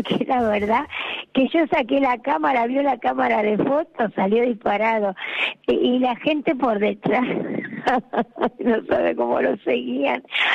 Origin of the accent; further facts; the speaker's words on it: Argentina; moved away; also born or lived in Ibiza; somos dos argentinas, mi jefa y yo la vendedora.